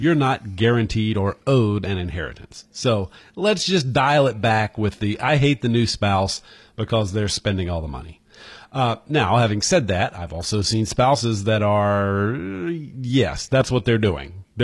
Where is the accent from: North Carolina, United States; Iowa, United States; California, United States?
North Carolina, United States; he found out I was from North Carolina, and he immediately started talking about Andy Griffith.